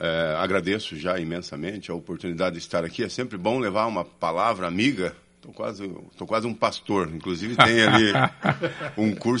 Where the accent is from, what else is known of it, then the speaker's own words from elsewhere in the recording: São João do Ivaí, Paraná, Brazil; born there; Sou paranaense. Nascido no interior do Paraná, São João do Ivaí, aquela região.